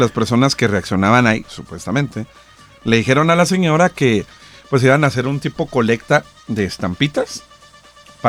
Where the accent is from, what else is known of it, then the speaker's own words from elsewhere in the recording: Mexico; Somos los mismos mexicanos allá.